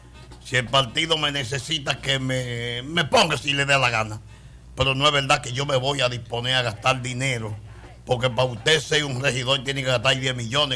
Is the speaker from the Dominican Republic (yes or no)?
yes; Mao, Valverde, Dominican Republic; Es preocupante lo que está pasando en mi pueblo.